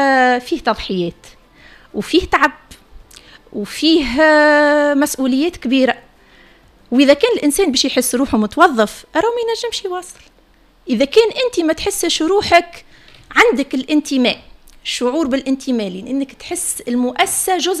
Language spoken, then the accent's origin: Arabic; Tunisia; نحمي الوطن متاعنا ونحمي عائلاتنا ومجتمعنا التونسي